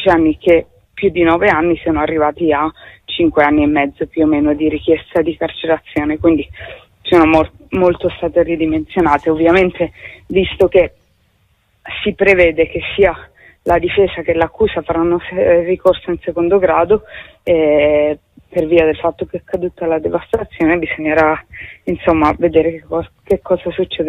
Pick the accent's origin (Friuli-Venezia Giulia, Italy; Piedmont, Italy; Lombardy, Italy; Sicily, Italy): Piedmont, Italy; Turin; non, non solo come torinese